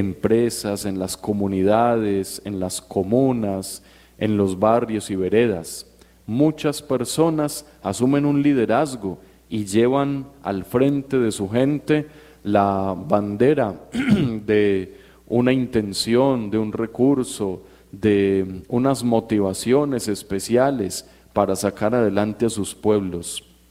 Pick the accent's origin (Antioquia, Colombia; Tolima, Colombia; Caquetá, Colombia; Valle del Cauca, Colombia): Antioquia, Colombia; accent: paisa; yo soy, hablo paisa, yo no soy nigeriano